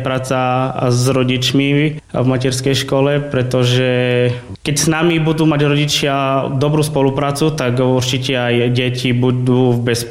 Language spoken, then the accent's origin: Slovak; Vítkovce, Košice Region, Slovakia; pochádzam z Vitkoviec